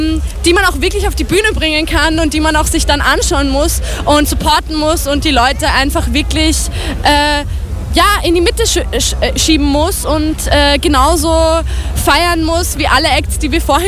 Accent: Vienna, Austria

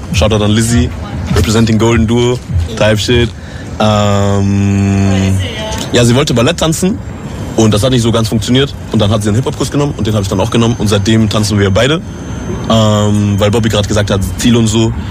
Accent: Burgenland, Austria; Ich komme aus dem Burgenland.

